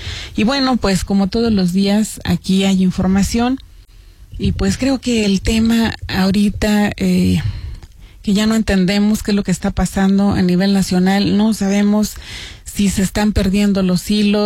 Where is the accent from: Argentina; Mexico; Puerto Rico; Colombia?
Mexico